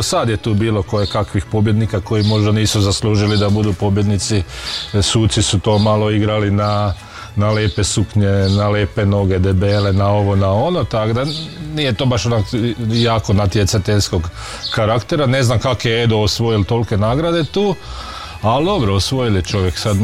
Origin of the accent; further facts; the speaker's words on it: Đurđevac, Koprivnica-Križevci County, Croatia; Evo, isto dolazim iz Đurđevca.